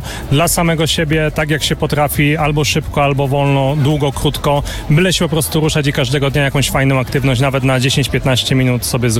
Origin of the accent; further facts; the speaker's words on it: Biecz, Lesser Poland, Poland; No i Jasło, ja pochodzę z Biecza, także mam kilka kilometrów, żeby tutaj podjechać